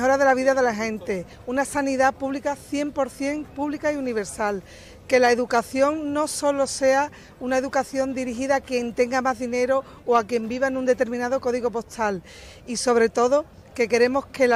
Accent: Cádiz, Andalusia, Spain; Yo soy de Cádiz. De Cádiz.

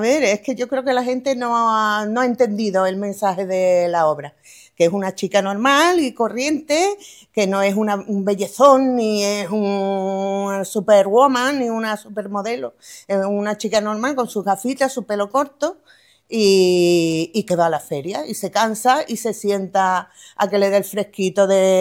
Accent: Madrid, Community of Madrid, Spain; born there; Sí, no, yo es que nací en Madrid, entonces esto es como un recuerdo de mi infancia

